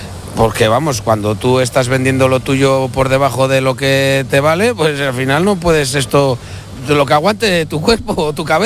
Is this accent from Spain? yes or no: yes; Castile and León, Spain; De Villarreros, de Palencia.